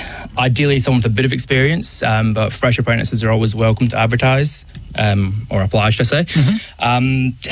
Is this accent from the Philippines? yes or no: no; Glasgow, Scotland, United Kingdom; moved away as an adult; now in Australia; Scotland originally.